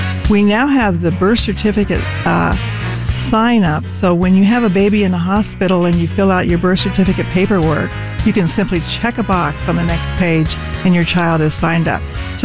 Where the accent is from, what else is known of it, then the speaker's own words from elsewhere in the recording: Yellow Springs, Ohio, United States; now in Cedarville, United States; We grew up in Yellow Springs.